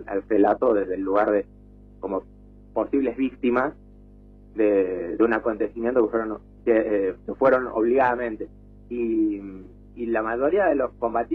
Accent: Argentina

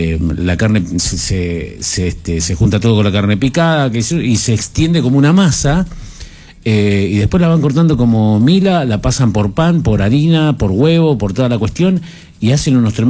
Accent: Patagonia, Argentina; nosotros que somos patagónicos

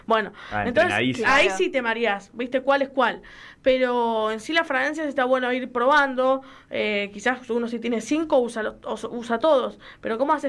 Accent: Quilmes, Buenos Aires Province, Argentina; yo soy de Quilmes

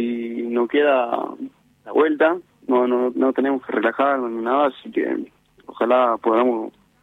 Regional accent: Rosario de Lerma, Salta, Argentina; No, yo soy de Rosario de Lerma.

